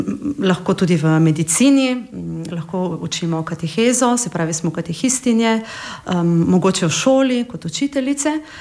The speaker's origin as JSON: {"language": "Slovenian", "town": "Ptuj", "region": "Drava", "country": "Slovenia", "moved": "yes", "lives_now": "Maribor, Slovenia", "said": "Ja, tako, sem Ptujčanka, ponosna Ptujčanka na svoje mesto."}